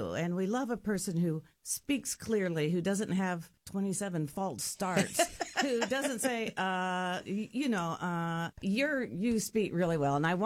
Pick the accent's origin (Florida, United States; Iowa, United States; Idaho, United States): Iowa, United States; Des Moines; Born and raised in Des Moines.